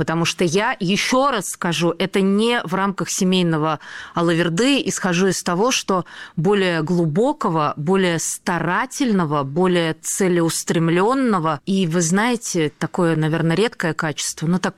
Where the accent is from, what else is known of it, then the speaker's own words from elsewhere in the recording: Volzhsky, Volgograd Oblast, Russia; Это мой родной город.